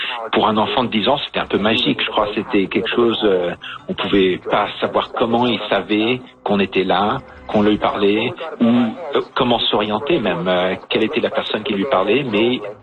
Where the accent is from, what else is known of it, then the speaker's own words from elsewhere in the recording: Vancouver, British Columbia, Canada; Je suis citoyen de Vancouver et en 1986, j'avais 10 ans.